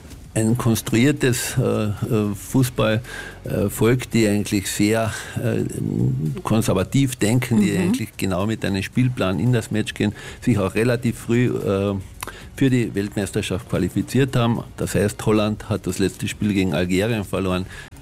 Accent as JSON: {"language": "German", "country": "Austria", "said": "als Österreicher"}